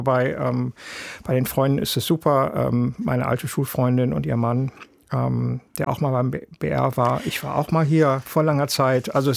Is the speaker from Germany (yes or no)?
yes; Germany; moved away as an adult; also born or lived in New York, United States; now in Hamburg, Germany; wir als Deutsche